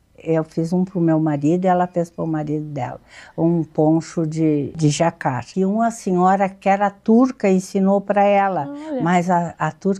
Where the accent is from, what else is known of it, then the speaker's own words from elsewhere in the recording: Pinheiro Machado, Rio Grande do Sul, Brazil; born there; Eu nasci na campanha. É? Eu nasci em Pinheiro Machado, no município de Pinheiro Machado.